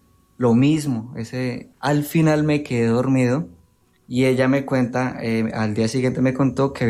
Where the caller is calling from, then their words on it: Restrepo, Meta, Colombia; Desde Restrepo